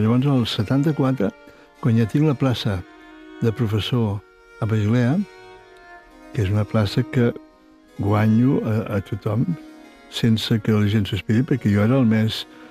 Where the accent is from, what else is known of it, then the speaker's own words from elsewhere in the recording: Igualada, Catalonia, Spain; I ara em sento bé a Igualada. En canvi, quan era jove, vaig fugir a Igualada, literalment.